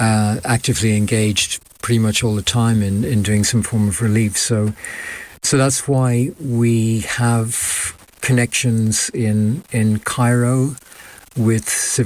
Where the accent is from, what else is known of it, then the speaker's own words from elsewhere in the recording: Ireland; moved away as an adult; also born or lived in Japan / New Zealand; now in Brisbane, Australia; I'm originally from Ireland, and I'm a monk of Ananda Marga.